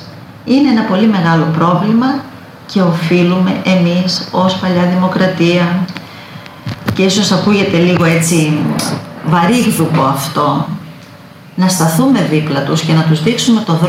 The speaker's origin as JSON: {"language": "Greek", "country": "Greece", "said": "Ως Ελληνίδα σκέφτομαι"}